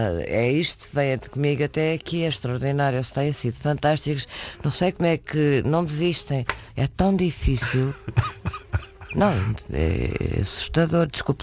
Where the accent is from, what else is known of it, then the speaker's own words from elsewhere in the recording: Lisbon, Portugal; born there; Lisboa, que é a terra onde eu nasci.